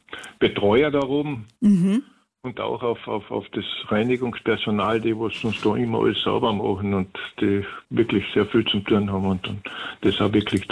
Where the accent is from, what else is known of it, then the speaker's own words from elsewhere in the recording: Griffen, Carinthia, Austria; Griffen, ja, in Lind, bei Griffen, ja.